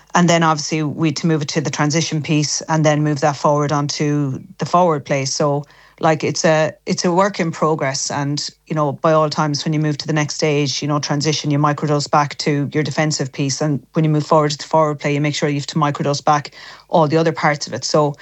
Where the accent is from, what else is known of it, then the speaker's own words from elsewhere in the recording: Ballina, Connacht, Ireland; because I'm from Ballina, obviously.